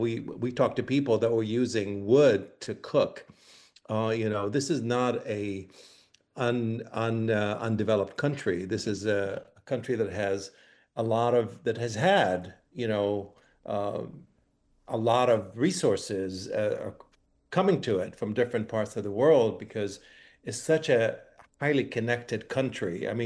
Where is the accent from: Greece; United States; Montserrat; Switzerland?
United States; as an American